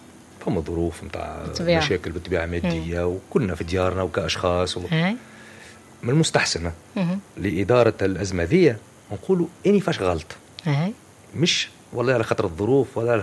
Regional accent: Tunisia; احنا كشعب تونسي

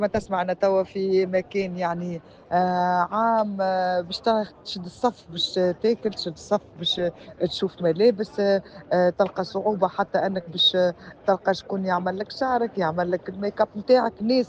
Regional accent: Tunisia; في بلادنا

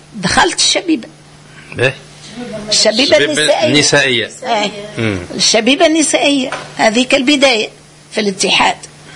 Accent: Medenine, Tunisia

